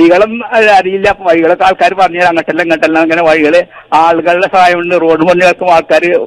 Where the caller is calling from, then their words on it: Kerala, India; വട്ടോളിക്കാവ്, K പാലം.